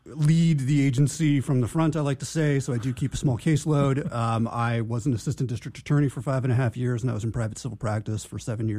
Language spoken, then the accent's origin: English; Oregon, United States; born there; I was born in Oregon.